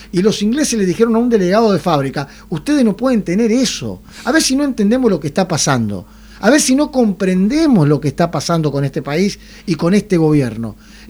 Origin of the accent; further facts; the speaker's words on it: Argentina; hablar como argentino.